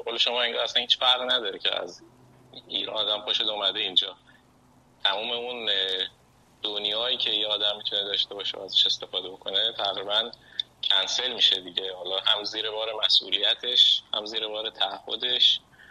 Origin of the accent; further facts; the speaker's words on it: Turkey; Persian is a second language; بهم گفت کجایی هستی، گفتم ترکیه